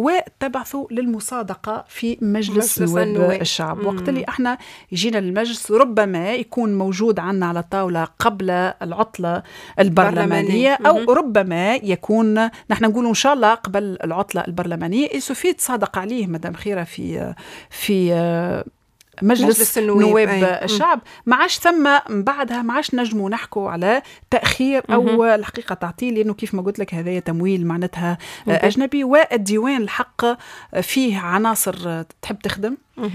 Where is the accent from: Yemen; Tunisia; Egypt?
Tunisia